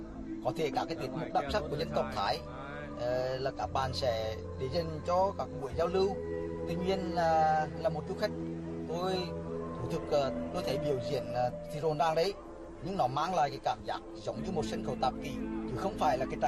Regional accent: Quảng Trị, Vietnam; Tôi là người miền Trung, cũng rất thích khám phá các cái văn hóa dân tộc ở vùng miền. Tôi nghe nói ở đây là có cái nôi văn hóa của người Thái, nên chúng tôi là lặn lội từ Quảng Trị lên tỉnh Mường San

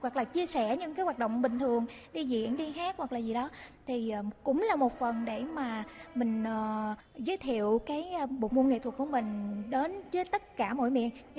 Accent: Mekong Delta, Vietnam; Em là người miền Tây

